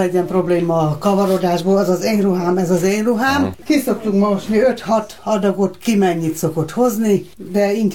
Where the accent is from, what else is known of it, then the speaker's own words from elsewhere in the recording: Hungary; Nehezen fogadtak, inkább így mondjam, mert magyar vagyok.